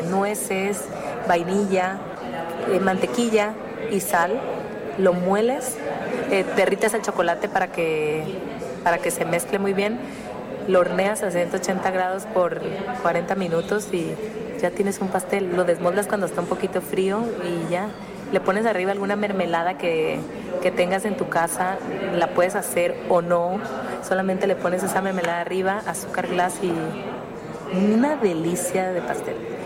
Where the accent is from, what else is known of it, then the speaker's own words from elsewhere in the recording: Tabasco, Mexico; born there; moved away; cualquiera que sea tu raíz, la mía es en ese pueblo de Tabasco